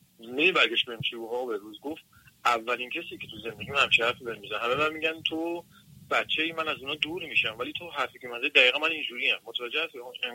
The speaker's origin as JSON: {"language": "Persian", "country": "Iran", "tie": "born or raised there", "moved": "yes", "said": "همین که ما خودمونم تو ایران بودیم، تو ایران بزرگ شدم، تو وقتی که اومدم بیرون فکر میکردم آره چه خبر"}